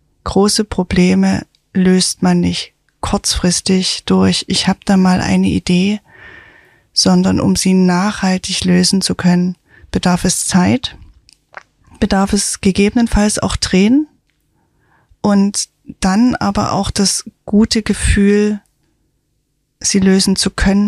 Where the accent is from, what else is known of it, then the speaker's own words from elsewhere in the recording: Dresden, Saxony, Germany; meine Heimatstadt. Stadt mit ganz viel Potenzial, liebenswerten Menschen und der schönste Ort der Welt.